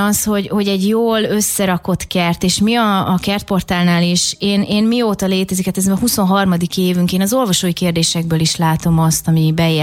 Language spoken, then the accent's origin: Hungarian; Budapest, Hungary; now in Homokhátság, Hungary; Én a 16. kerületben, Kertvárosban nőttem föl egyébként, tehát független attól, hogy most a homokhátságon tengetem a homoksivatagba az életemet.